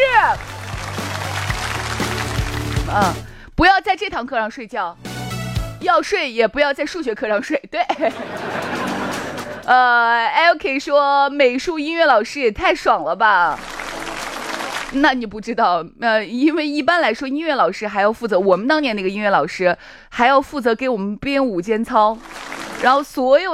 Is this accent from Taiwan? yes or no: no; Shaanxi, China; 我们陕西人说话一般啊都只说反话